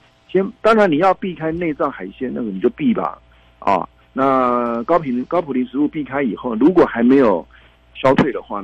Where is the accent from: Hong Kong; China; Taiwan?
Taiwan; moved away; also born or lived in United States; 我们台湾人吃的这些米饭面粉类啊